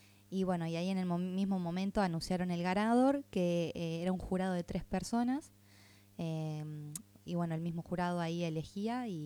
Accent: Nueva Atlantis, Buenos Aires Province, Argentina; soy del Partido de la Costa, soy de Nueva Atlantis

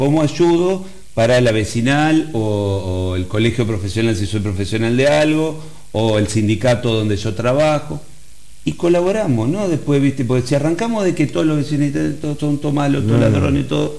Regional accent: Argentina; como somos los argentinos

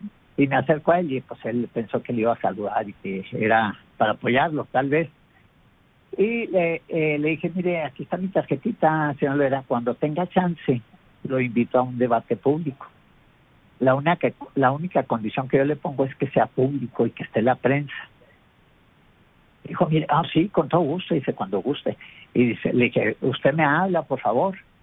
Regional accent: Mexico

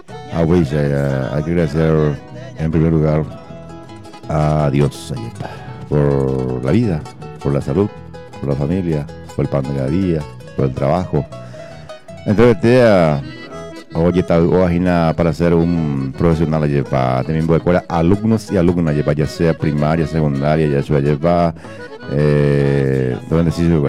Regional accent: Paraguay; ya el ombligo ñande particular como buen paraguayo

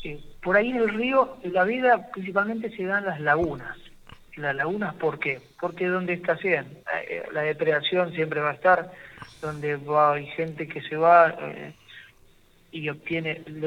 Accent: Argentina; somos argentinos

